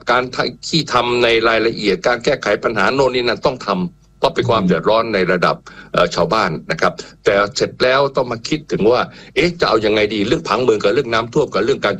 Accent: Bangkok, Thailand; ผมภูมิใจฮะในฐานะคนกรุงเทพ

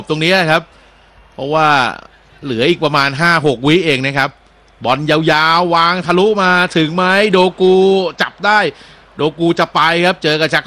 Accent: Bangkok, Thailand; now in Samut Prakan, Thailand

